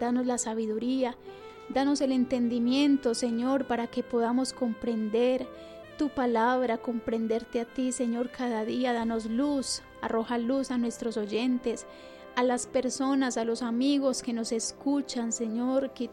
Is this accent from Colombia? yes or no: yes; Colombia